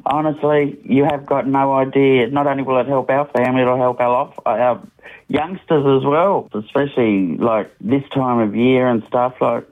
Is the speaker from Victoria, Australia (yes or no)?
no; Warilla, New South Wales, Australia; our family's done a lot of travelling and we grew up and live in Warilla